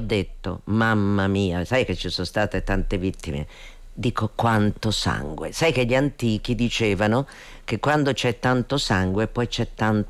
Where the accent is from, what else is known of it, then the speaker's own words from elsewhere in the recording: Florence, Tuscany, Italy; born there; io da fiorentina, sì, perché sono fiorentina, lo devo dire, perché papà fiorentino, sono nata a Firenze, però sono orgogliosa di aver avuto la mamma siciliana.